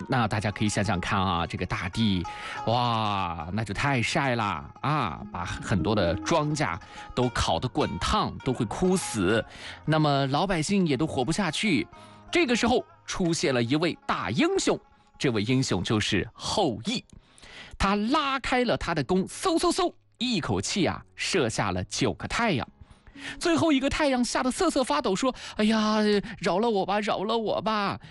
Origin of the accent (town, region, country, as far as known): China